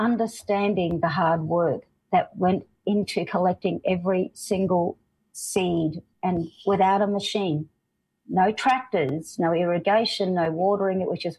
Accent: Mabantua, Northern Territory, Australia; we're from Mabantua

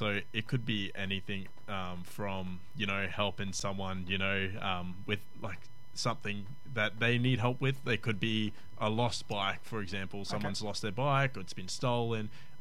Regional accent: Cairns, Queensland, Australia; born and raised in Cairns, grew up here.

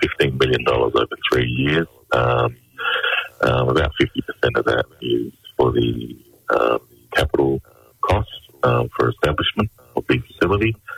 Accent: Broome, Western Australia, Australia; I'm originally from Broome and have connections to Yaru and Aboriginal country.

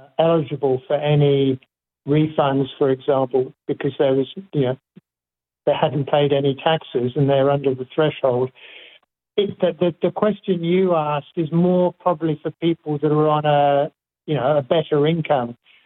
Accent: Australia; the onus is on each of us as Australian citizens and therefore as taxpayers to do the right thing

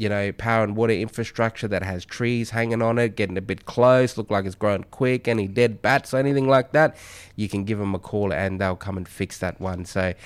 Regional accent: Darwin, Northern Territory, Australia; growing up in Darwin

